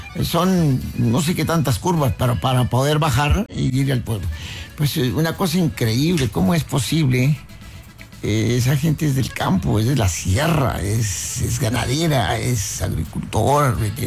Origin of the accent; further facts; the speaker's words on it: Nuevo Progreso, Tamaulipas, Mexico; Yo soy nacido en Veracruz y Progreso, Tamaulipas.